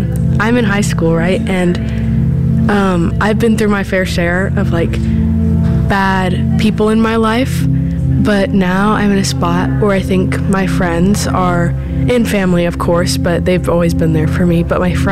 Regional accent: Indianapolis, Indiana, United States; I'm from Indianapolis.

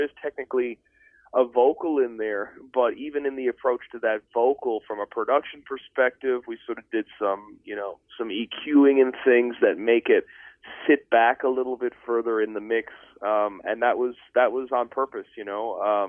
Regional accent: Newfoundland and Labrador, Canada; I grew up in Newfoundland

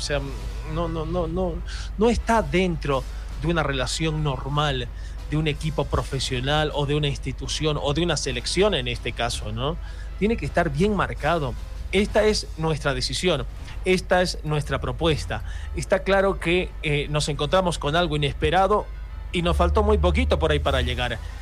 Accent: Bolivia; somos bolivianos

